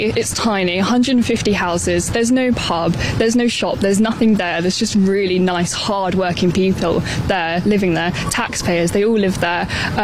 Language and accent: English; London, United Kingdom; moved away as an adult; now in Piddington, United Kingdom; I grew up in London